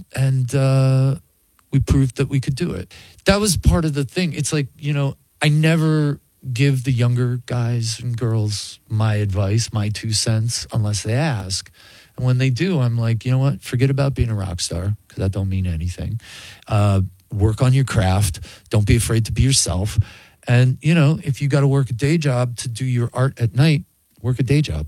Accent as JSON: {"language": "English", "town": "Buffalo", "region": "New York", "country": "United States", "said": "So I want to go back because I connect with those people because I'm from Buffalo, you know."}